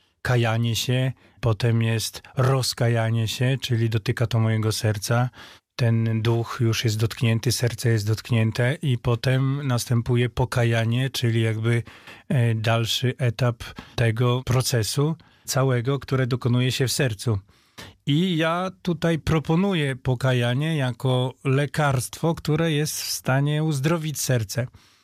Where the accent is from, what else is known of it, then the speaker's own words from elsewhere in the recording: Michałowo, Podlaskie Voivodeship, Poland; bo ja pochodzę z Michałowa.